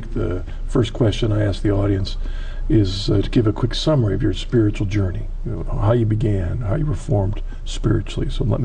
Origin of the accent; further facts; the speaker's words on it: Ohio, United States; I'm from Ohio and you're from that state up north.